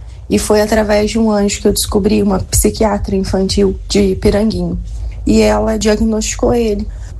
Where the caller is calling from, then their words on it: Lambari, Minas Gerais, Brazil; sou de Lambari.